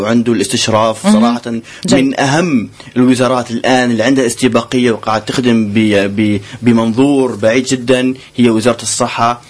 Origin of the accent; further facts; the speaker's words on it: Tunisia; احنا كثقافه تونسيه الحمد لله شعب مسلم